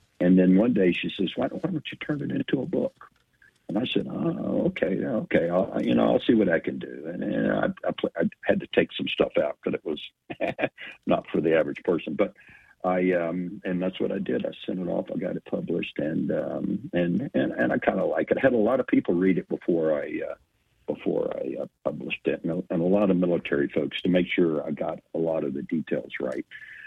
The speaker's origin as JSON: {"language": "English", "region": "Deep South", "country": "United States", "tie": "born or raised there", "said": "Fortunately, growing up in the Deep South, I was used to heat"}